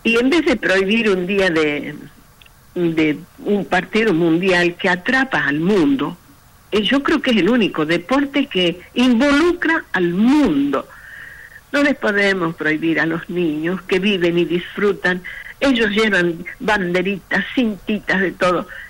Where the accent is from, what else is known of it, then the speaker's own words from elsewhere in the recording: Argentina; somos argentinos todos los días.